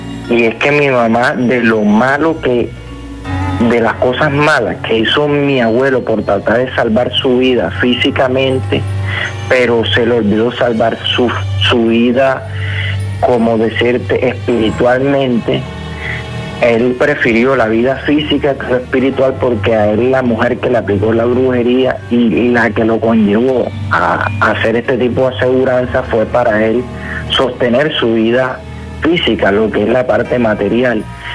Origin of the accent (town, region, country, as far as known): Magdalena, Colombia; born or raised there